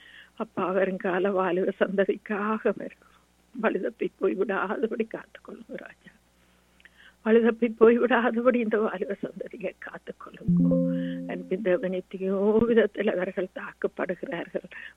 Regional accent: Sri Lanka; moved away; நாங்கள் பிறந்து வளர்ந்த எங்கள் தீவுக்காக

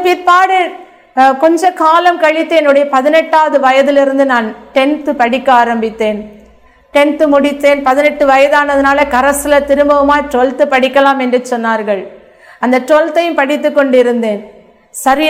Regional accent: Pithanadarpatti, Tamil Nadu, India; moved away as an adult; now in Rajapalayam, India; நாங்கள் இருக்கிற ஊர் ராஜபாளையம். என்னுடைய சொந்த ஊர் பித்தநாடார்பட்டி. நான் இப்பொழுது வசிக்கிற ஒரு என் திருமணமாகி நான் இருக்கிற இடம் ராஜபாளையம்.

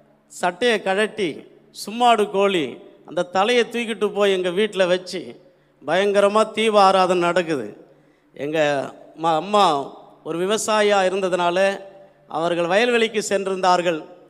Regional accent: Tamil Nadu, India; நான் சிதம்பரத்திற்கும் அருகிலே ஒரு சாதாரணமான ஒரு குக்கிராமத்தில் இயேசுவை அறியாத குடும்பத்திலே நான் பிறந்தவன்.

